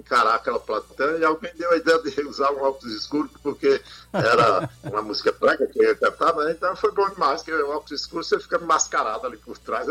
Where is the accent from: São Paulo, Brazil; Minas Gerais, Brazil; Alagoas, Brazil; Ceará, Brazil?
Ceará, Brazil; eu sou um cearense grande demais, né? 1,93 m